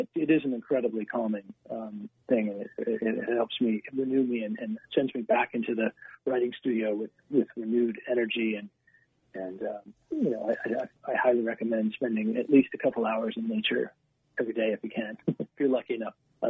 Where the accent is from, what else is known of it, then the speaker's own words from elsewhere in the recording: Colorado, United States; now in Vermont, United States; I live, I'm from Colorado, but I actually live in Vermont now